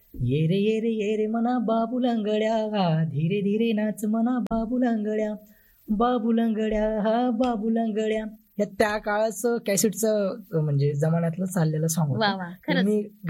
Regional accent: Varshi, Dhule district, Maharashtra, India; first language Ahirani; माझं मूळ गाव वर्षी, तालुका जिल्हा धुळे.

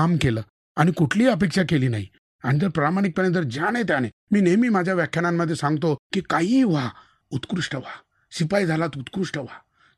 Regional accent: Gonde Dumala, Maharashtra, India; born or raised there

